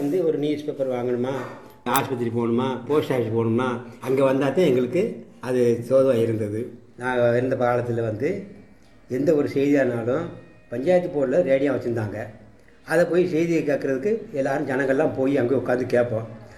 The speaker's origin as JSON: {"language": "Tamil", "town": "Rokilpatti", "region": "Tamil Nadu", "country": "India", "tie": "born there", "said": "நான் ரோகில்பட்டி என்ற கிராமத்தில் 1950 பிறந்தேன்."}